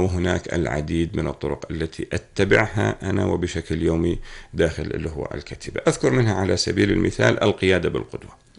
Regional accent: Jordan

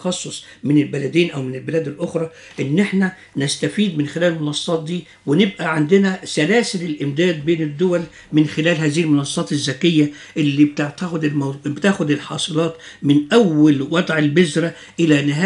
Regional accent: Egypt; والارض اللي عندنا في مصر

